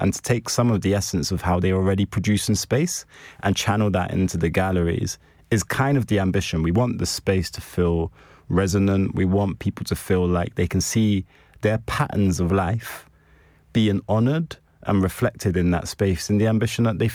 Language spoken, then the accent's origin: English; Bethnal Green, London, United Kingdom; You know, I grew up in East London. I grew up in Bethnal Green.